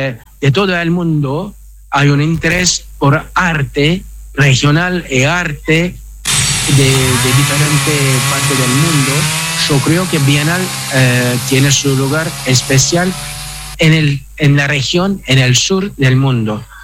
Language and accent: Spanish; Turkey; Spanish is a second language; moved away